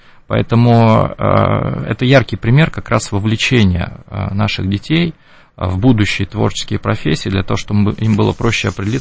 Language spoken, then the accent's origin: Russian; Kovrov, Vladimir Oblast, Russia; Я родился и вырос в Коврове, мои дети там родились там же.